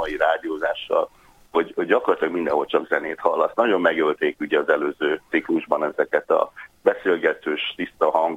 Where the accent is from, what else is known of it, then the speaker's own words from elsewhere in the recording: Hungary; born there; itt születtem, nekem ez a hazám.